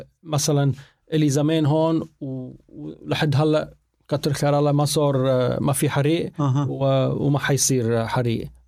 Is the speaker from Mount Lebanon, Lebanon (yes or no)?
no; North Governorate, Lebanon; يعني نعشاش من الشمال.